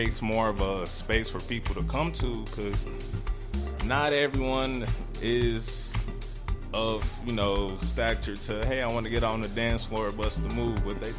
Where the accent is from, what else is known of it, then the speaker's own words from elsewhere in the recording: Flint, Michigan, United States; moved away as an adult; also born or lived in Phoenix, Arizona; I'm born and raised in Flint, Michigan. Just recently relocated back to the area from Phoenix, Arizona